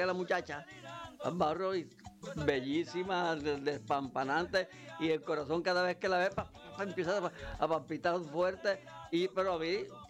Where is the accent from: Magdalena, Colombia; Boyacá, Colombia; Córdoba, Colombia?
Córdoba, Colombia; esta tierra, porque es que el sinú